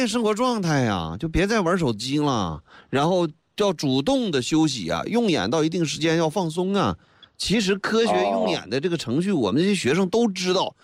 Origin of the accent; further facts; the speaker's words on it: China; 我们中国人平均日常饮食每天提供300毫克的钙